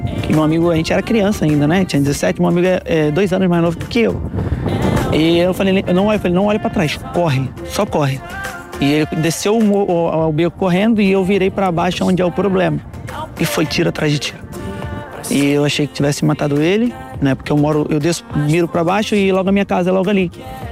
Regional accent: Arraial do Cabo, Rio de Janeiro, Brazil; moved away as an adult; now in Portugal; eu sou de Arraial do Cabo, como eu falei, né? Mas é mais conhecido como Complexo da Coca-Cola, que é uma favela que tem na minha cidade.

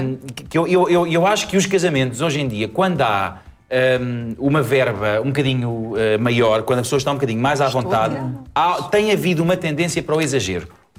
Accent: Portugal; Felizmente para nós que somos portugueses

